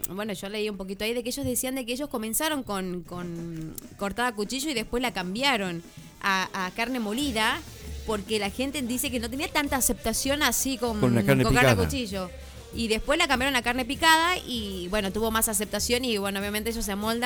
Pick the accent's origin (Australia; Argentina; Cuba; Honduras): Argentina; Los argentinos en esas cosas estamos